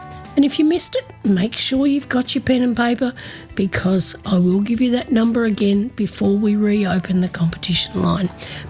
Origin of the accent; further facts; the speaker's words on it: Horsham, Victoria, Australia; broadcasting out of my hometown of Horsham in the Wimmera region of Western Victoria.